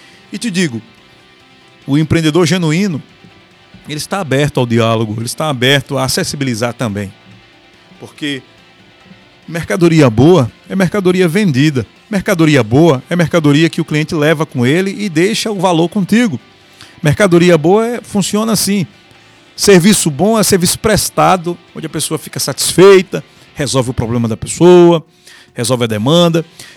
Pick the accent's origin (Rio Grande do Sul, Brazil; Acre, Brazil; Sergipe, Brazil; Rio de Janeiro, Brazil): Sergipe, Brazil; Lagarto; Eu nasci em Lagarto, então eu lembro de Lagarto desde a minha infância.